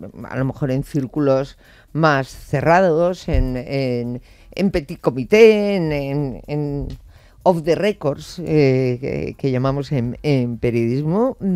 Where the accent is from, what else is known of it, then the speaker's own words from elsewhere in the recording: Basque Country, Spain; born there; moved away; Yo no puedo votar en el País Vasco. Yo nací en Vila, no puedo votar.